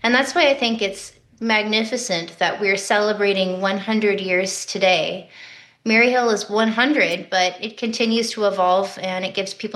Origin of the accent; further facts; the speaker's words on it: California, United States; moved away; I grew up in California